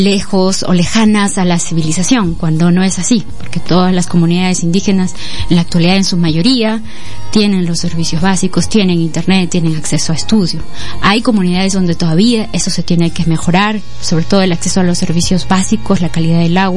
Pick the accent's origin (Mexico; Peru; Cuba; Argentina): Peru